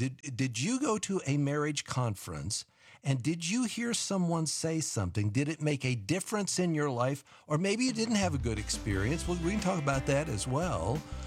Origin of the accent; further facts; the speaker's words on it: West Virginia, United States; now in Phoenix, United States; I'm from West Virginia.